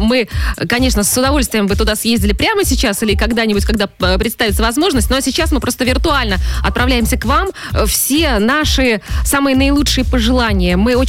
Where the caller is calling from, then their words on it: Vitebsk, Vitebsk Region, Belarus; Мы из Витебска шлем поздравления в Гродно. Всем гродненцам. Всем нашим родным, близким.